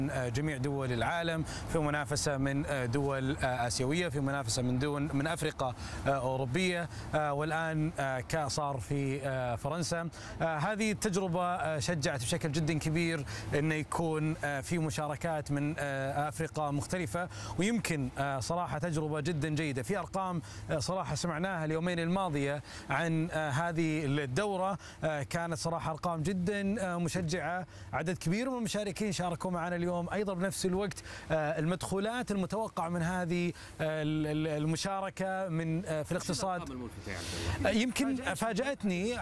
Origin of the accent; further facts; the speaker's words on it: Riyadh, Riyadh Province, Saudi Arabia; عندنا في الرياض